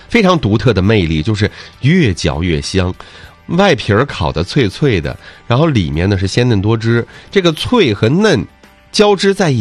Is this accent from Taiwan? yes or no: no; Northeast China, China; 我们东北人炒菜的时候、炖菜的时候觉得很香